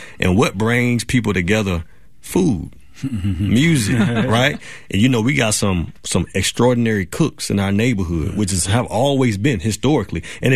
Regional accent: Newberry, South Carolina, United States; So I had to like remind myself of where I grew up in Newberry, South Carolina.

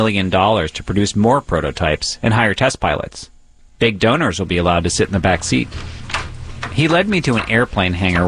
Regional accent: New York, United States; as a New Yorker, we get so little blue sky as it is.

